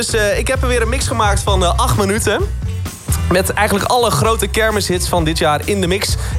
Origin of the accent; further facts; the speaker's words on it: Zeeland, Netherlands; Ik kom uit Zeeland.